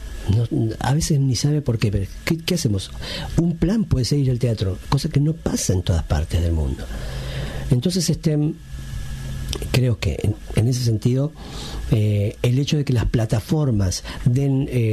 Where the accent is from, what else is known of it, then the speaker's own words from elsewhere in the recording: Argentina; la argentina, que es mi patria, la patria en la que me crié y me creó como artista, y la andina, que es la patria que yo heredo culturalmente, porque me crié con sus comidas, con sus festejos, con su idiosincrasia